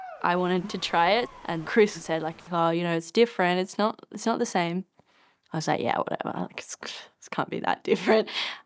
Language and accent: English; Australia; Growing up in Australia with an islander dad and a Latina mom, yeah, I definitely felt some cultural differences from like the typical Australian.